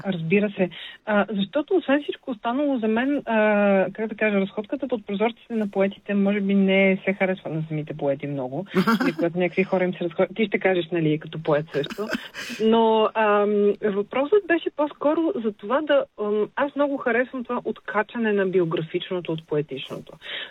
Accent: Sofia, Sofia City, Bulgaria; аз съм израснала в София

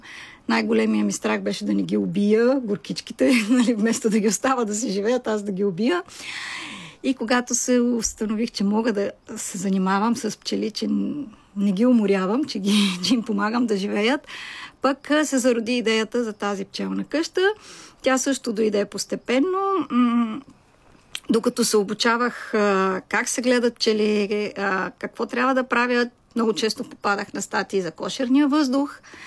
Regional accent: Sofia, Sofia City, Bulgaria; Аз съм дете от София, с всички роднини софиянци, така че като малка страдах, че нямам село.

